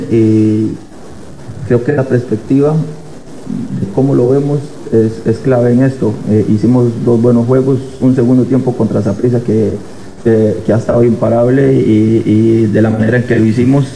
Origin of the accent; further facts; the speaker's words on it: Puntarenas, Costa Rica; soy porteño